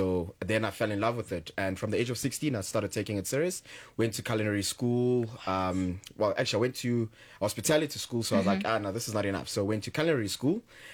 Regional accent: Soweto, Gauteng, South Africa; I'm born and bred in Middleland, Soweto

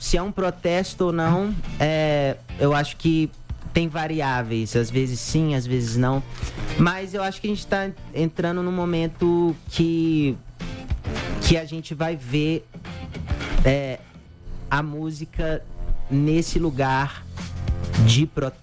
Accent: Belo Horizonte, Minas Gerais, Brazil; accent: mineiro; Eu sou da zona leste de Belo Horizonte, de um bairro que chama São Geraldo.

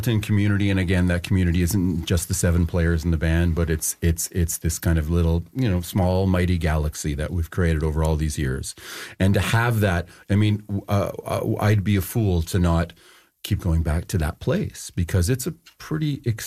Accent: Canada; And when I came back, I sort of thought, oh, geez, being Canadian, what about that?

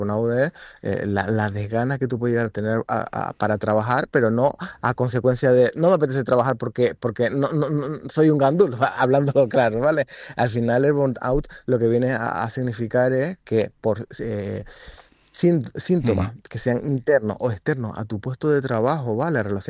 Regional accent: Canary Islands, Spain; comunidades autónomas como Canarias, es donde estamos arriba del todo

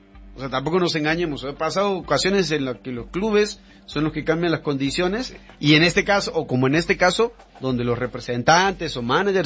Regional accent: Argentina; now in Mexico; mi país de origen, porque este es el país que yo elegí, México es el país que yo elegí

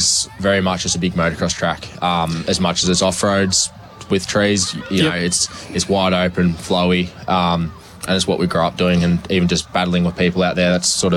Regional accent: Melbourne, Victoria, Australia; So I'm a Melbourne boy

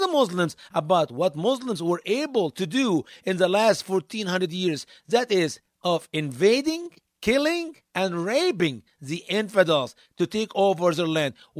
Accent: United States; we as American people do not know the truth about Islam.

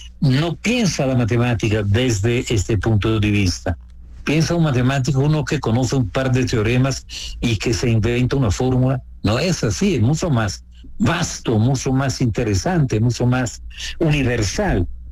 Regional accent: Italy; Spanish is a second language; pero yo soy italiano y te pido de perdonarme.

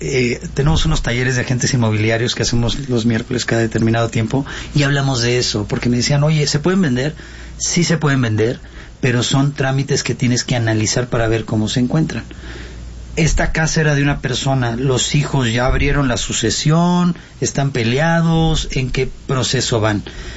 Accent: Mexico; porque como buenos mexicanos, dejamos todo al final

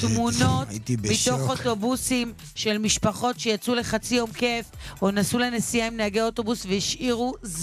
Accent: Kiryat Gat, Southern District, Israel; אנחנו מקריית גת נוסעים ברחובות כשאנחנו רוצים עיר גדולה יותר.

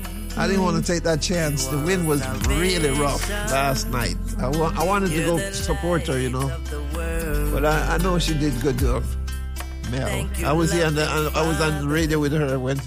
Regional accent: Jamaica; now in Alaska, United States; I'm a Jamaican.

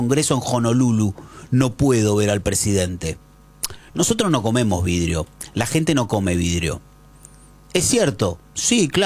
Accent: Argentina; a mí me herís como argentino

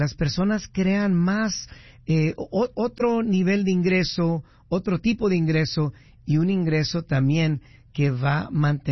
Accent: Huntington Park, California, United States; moved away as an adult; also born or lived in East Los Angeles, California; now in Las Vegas, United States; Yo soy por allá, nomás para que sepan. Nací en el este de Los Ángeles, pero crecí en Huntington Park.

